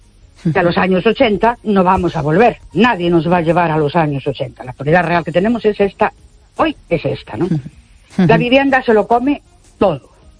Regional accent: Ourense, Galicia, Spain; Buenas noches … de Ourense.

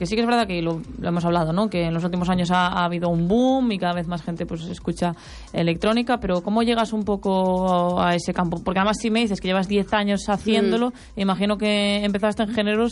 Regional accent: Galicia, Spain; ¿Cómo se nota que soy gallega?

